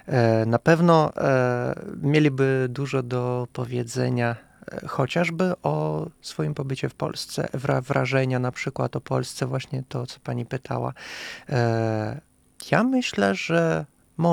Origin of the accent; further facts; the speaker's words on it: Kazakhstan; i ja się cieszę, że reprezentuję ten kraj, że pochodzę z Kazachstanu, zawsze to mówię z dumą.